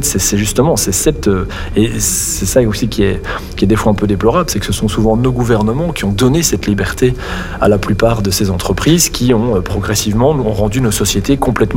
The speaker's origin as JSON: {"language": "French", "country": "Belgium", "said": "moi je suis belge, mais on le voit en Belgique"}